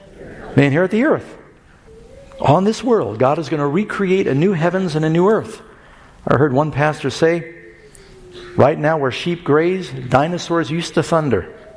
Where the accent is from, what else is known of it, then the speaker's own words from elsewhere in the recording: New York City, New York, United States; also born or lived in Los Angeles / Miami; I was born in Los Angeles, millions of people down there. I don't know how many now. And Mom moved to New York, grew up in New York City, another big city. Dad moved to Miami.